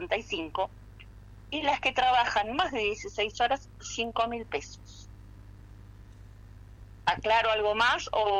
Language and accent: Spanish; Argentina; en la Argentina venimos después de Uruguay